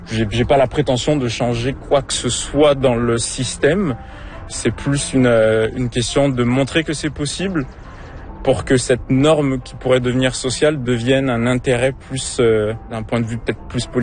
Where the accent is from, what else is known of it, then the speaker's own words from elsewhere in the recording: Réunion; moved away as an adult; now in Quebec, Canada; J'ai grandi à l'île de la Réunion, puis ça fait 15 ans maintenant que je suis au Québec. J'ai toujours grandi à un endroit où il y avait des jardins.